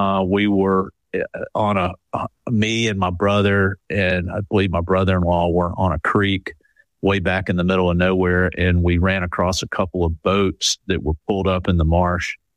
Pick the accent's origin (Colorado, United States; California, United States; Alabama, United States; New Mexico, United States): Alabama, United States; Point Clear; when I was growing up in Point Clear, it was not what it is today. It was not a year-round community. It was mostly a summertime community for people from Mobile.